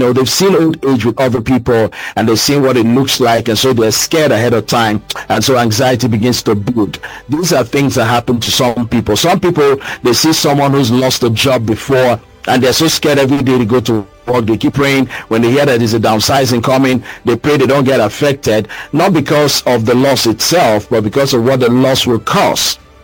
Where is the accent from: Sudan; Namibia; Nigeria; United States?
Nigeria; Rivers; I'm from River State